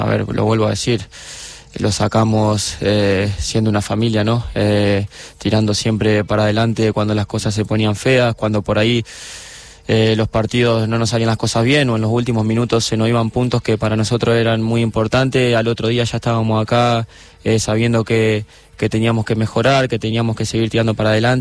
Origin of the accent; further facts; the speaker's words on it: Argentina; más que yo soy de Argentina